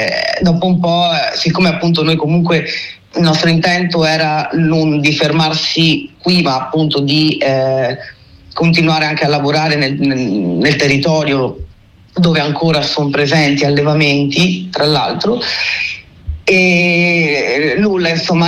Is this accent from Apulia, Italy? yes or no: no; Veneto, Italy; io vengo dal Veneto